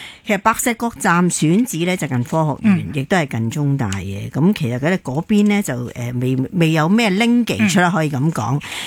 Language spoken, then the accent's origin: Cantonese; Guangdong, China; 我哋广东人叫做